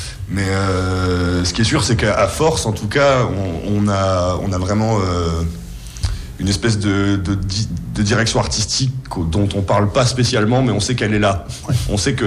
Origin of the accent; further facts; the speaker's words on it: Longwy, Grand Est, France; parce qu'on vient tous les deux de Longwy.